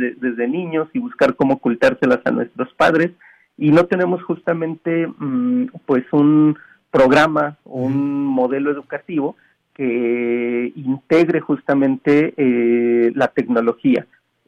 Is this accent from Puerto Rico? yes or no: no; Mexico; nosotros como mexicanos